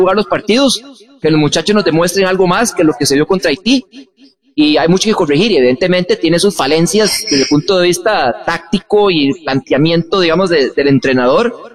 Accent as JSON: {"language": "Spanish", "country": "Costa Rica", "said": "Y yo estoy contento que como costarricense se haya clasificado a un Mundial"}